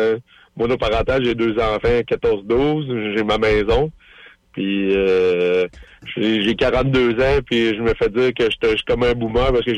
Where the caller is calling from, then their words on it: Sainte-Brigitte-de-Laval, Quebec, Canada; je suis à Sainte-Brigitte de Laval.